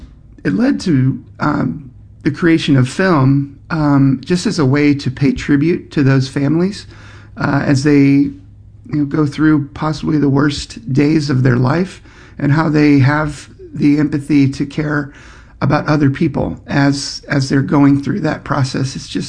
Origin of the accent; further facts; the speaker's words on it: St. Louis, Missouri, United States; moved away; I was actually born and raised in St. Louis